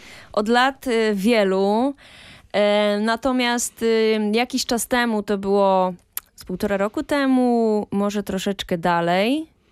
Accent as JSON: {"language": "Polish", "town": "Wrocław", "region": "Lower Silesian Voivodeship", "country": "Poland", "said": "jesteśmy obydwoje z Wrocławia"}